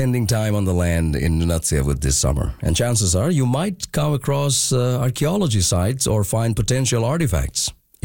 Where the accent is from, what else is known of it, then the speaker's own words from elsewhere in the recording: Bangladesh; moved away as an adult; now in Canada; Like, for example, I grew up in Bangladesh. I moved to Canada when I was 19.